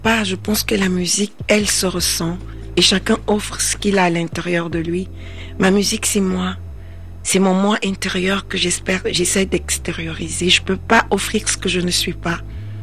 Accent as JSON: {"language": "French", "country": "Cameroon", "said": "Chez les Béti, chez nous au Cameroun, on va dire l'onkoul."}